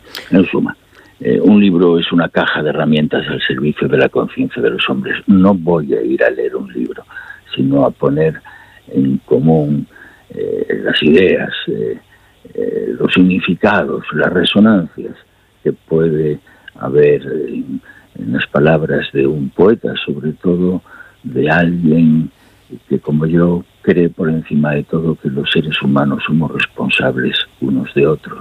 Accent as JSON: {"language": "Spanish", "area": "El Bierzo", "region": "Castile and León", "country": "Spain", "tie": "born or raised there", "said": "En mi tierra, la naturaleza en el Bierzo es la presencia totalizadora de una esperanza permanentemente agraviada."}